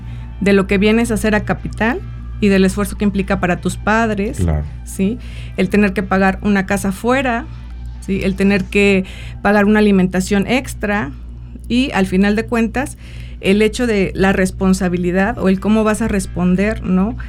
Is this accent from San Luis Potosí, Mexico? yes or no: yes; Rioverde, San Luis Potosí, Mexico; yo soy de Río Verde, San Luis Potosí